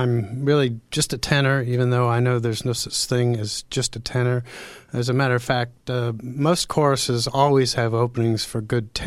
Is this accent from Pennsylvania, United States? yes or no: yes; Ross Township, Pennsylvania, United States; I'm from Ross Township in the North Hills, and I've been doing barbershop for about 8 years.